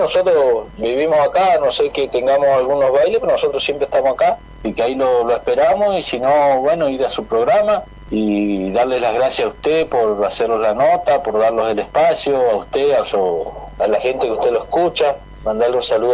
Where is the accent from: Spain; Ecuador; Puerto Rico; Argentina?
Argentina; San Martín de los Andes, Neuquén; Sí, soy nacido y criado, sería.